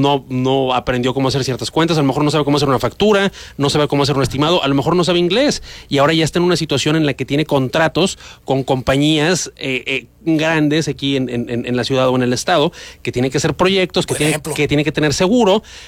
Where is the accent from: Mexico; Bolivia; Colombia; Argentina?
Mexico